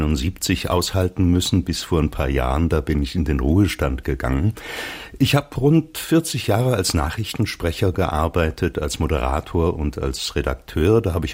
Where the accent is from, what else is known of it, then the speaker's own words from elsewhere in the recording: Mainz, Rhineland-Palatinate, Germany; accent: Mainzerisch; Also mein Heimatdialekt ist das Mainzerische. Ich bin in Mainz am Schönreu geboren.